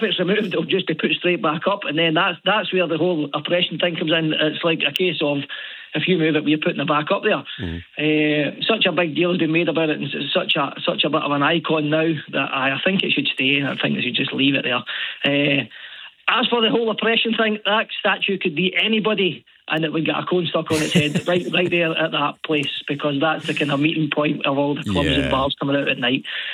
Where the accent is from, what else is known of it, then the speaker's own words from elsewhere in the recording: Glasgow, Scotland, United Kingdom; now in Montrose, United Kingdom; I'm from Glasgow originally.